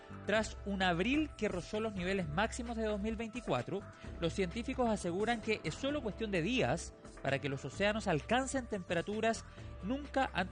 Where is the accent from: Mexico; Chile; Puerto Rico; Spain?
Chile